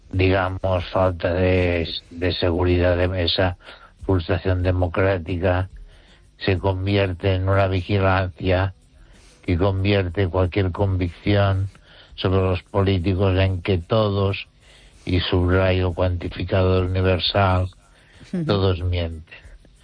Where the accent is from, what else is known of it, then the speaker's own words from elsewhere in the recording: Spain; soy un español que razona, no se olvide